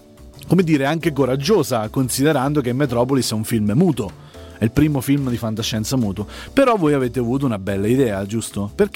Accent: Pescara, Abruzzo, Italy; essendo cresciuto, anche essendo del quartiere

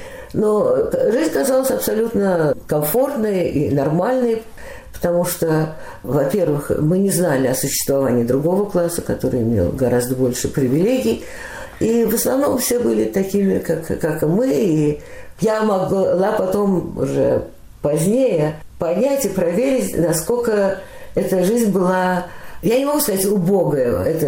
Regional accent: Moscow, Russia; moved away; В 43-м году я родилась, и так в Москве и осталась.

